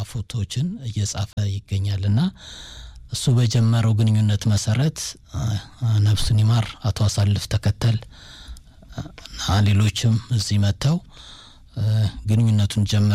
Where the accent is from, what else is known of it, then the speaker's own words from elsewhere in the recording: Kechene, Addis Ababa, Ethiopia; ከዛ የተሰደደ መጥቶ ቀጨኔን መስርቶ ቀጨኔ ከሚኖረው እኔ አሁን ቀጨኔ ነው ተወልጄ ያደኩት።